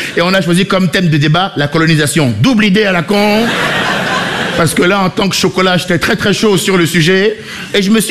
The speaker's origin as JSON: {"language": "French", "country": "Benin", "tie": "born or raised there"}